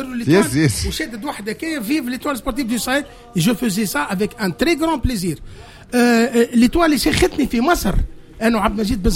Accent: Tunisia; كتونسي كانسان عاشق للرياضه لكره القدم التونسيه

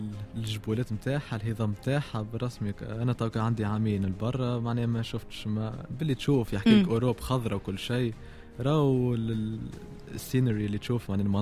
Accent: Tunisia; تونس تبقى اول بلاد، بلدي الام، حب حياتي.

